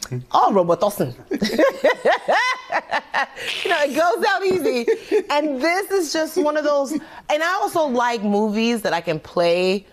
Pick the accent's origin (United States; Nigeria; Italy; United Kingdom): Nigeria; And I was like, how do I do that? I'm Nigerian.